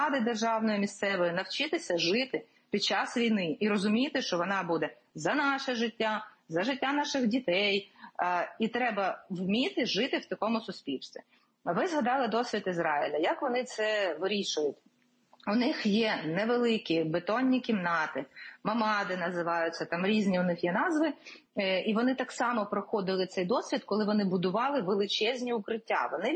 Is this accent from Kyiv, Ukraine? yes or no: yes; Kyiv, Ukraine; я як архітектор, як киянка, як українка, я просто чую просто про перекладання відповідальності